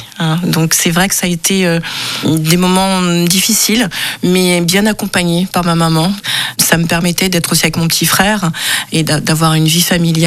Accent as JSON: {"language": "French", "country": "Cameroon", "said": "et c'est pas du tout à ma voix que vous pouvez constater que je suis camerounaise."}